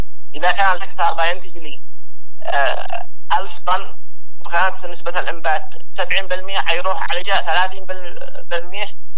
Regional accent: Yemen; يعني المزارعين خصوصا عندنا في اليمن يكون تبادل بينهم في البذور

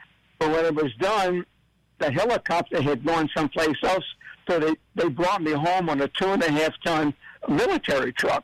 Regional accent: New Orleans, Louisiana, United States; I'm from New Orleans

